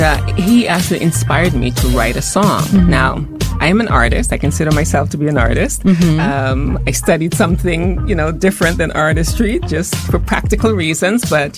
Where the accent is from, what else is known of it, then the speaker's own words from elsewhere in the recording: Harris, Montserrat; moved away; I am originally from Montserrat. So mm-hmm. I'm from the tiny village of Harris's okay. in the east, which mm-hmm. was destroyed by the volcano.